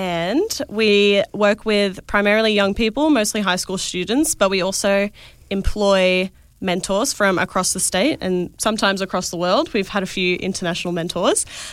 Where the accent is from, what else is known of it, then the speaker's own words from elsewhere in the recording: Darwin, Northern Territory, Australia; born there; also born or lived in New South Wales; I'm originally from New South Wales, and then I moved here, and the dance scene wasn't really a big thing when I moved here. I was only seven